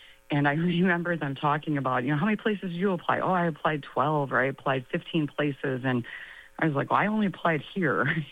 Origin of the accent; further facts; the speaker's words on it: Union Grove, Wisconsin, United States; I'm a Racine County resident, basically born and raised in Union Grove, Wisconsin.